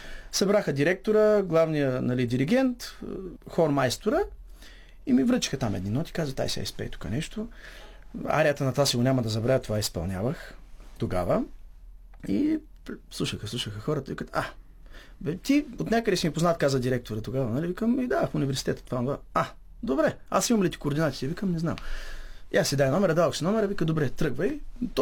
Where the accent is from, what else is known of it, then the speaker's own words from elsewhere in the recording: Gabrovo, Gabrovo Province, Bulgaria; moved away as an adult; now in Stara Zagora, Bulgaria; понеже аз съм от Габрова, тя от Търново